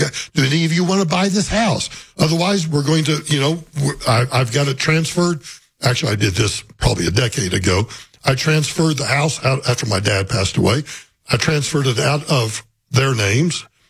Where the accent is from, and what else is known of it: Liberal, Kansas, United States; born or raised there; now in Colorado, United States